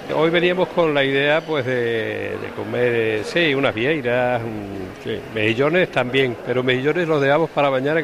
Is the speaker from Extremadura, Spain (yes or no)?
yes; Extremadura, Spain; Vengo de Extremadura.